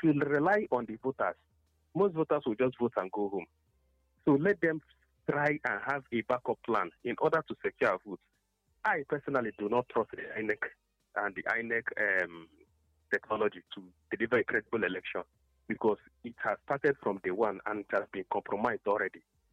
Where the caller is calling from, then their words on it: Abaniki, Nigeria; I'm calling from Abaniki.